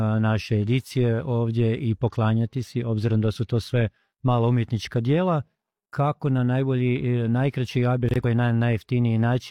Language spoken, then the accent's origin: Croatian; Croatia; now in Australia; rekao što se dešava kod nas u Hrvatskoj, u našoj domovini